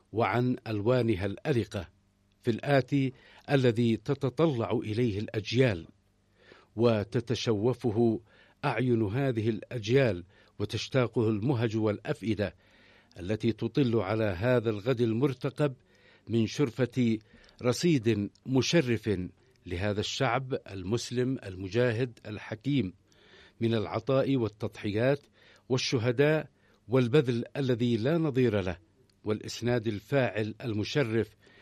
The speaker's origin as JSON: {"language": "Arabic", "country": "Yemen", "said": "هذا هو إذن العيد كما نعيشه كيمنيين وكعرب وكمسلمين"}